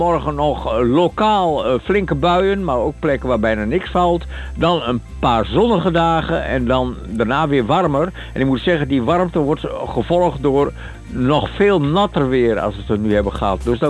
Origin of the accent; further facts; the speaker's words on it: Overijssel, Netherlands; born there; Mijn geboortestreek.